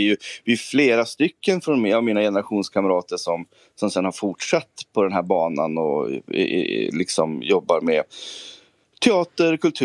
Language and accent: Swedish; Bollnäs, Gävleborg County, Sweden; moved away; då som ung teaterintresserad och musikintresserad person i Bollnäs